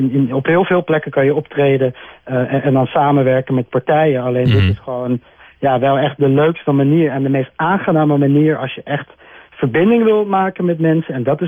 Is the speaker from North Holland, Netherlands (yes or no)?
yes; Haarlem, North Holland, Netherlands; Nou, als echte Haarlemmer ben ik natuurlijk nauw verbonden al sinds mijn jeugd met Haarlem 105.